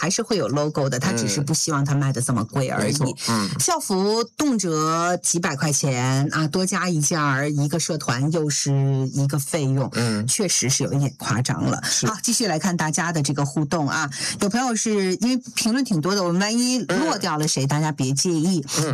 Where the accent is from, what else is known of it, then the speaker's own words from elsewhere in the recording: China; now in New Zealand; 如果不是因为我是中国人，也许我不会这么看这个问题。